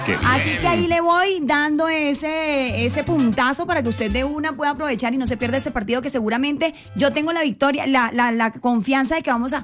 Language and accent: Spanish; Colombia; Hoy todos somos colombianos.